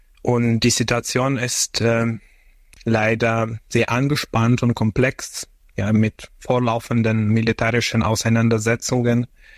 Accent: Odesa, Odesa Oblast, Ukraine; aber auch in Odessa, meiner Heimatstadt, wurde auch mehrmals geschossen, dass auch mein Haus in Odessa, also unser Haus, durch einen Raketenangriff auch beschädigt wurde.

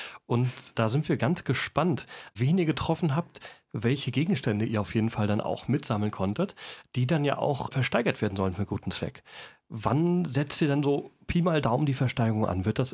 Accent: Mecklenburg-Vorpommern, Germany; now in Greifswald, Germany; Ich bin ja ein Mecklenburger Jung, komme aus der Nähe von Schwerin und bin hier auch groß geworden.

